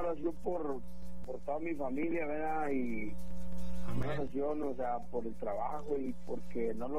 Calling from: Nava, Coahuila, Mexico; De acá, de Nava, Coahuila

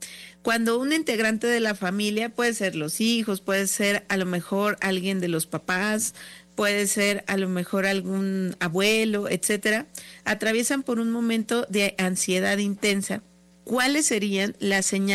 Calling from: Aguascalientes, Mexico; y estoy aquí desde Aguascalientes, México.

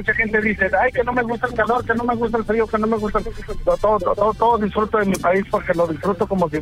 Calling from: Mexico; Yo soy mexicano 100%, tengo 53 años.

